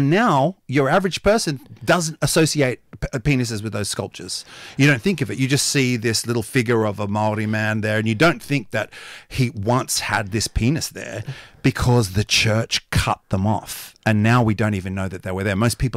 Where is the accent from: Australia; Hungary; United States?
Australia; also born or lived in Rūātoki Valley, New Zealand; But I grew up here in Australia